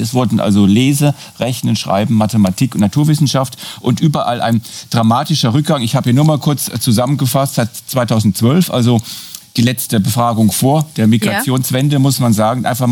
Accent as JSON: {"language": "German", "town": "Ludwigshafen", "region": "Rhineland-Palatinate", "country": "Germany", "said": "Da muss ich jetzt immer wieder das traurige Beispiel meiner Heimat Ludwigshafen denken"}